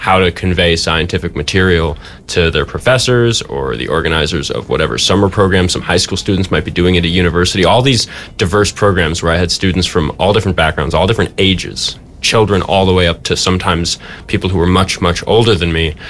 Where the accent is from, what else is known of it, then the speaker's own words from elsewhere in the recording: New York City, New York, United States; now in Minneapolis, United States; I grew up in Manhattan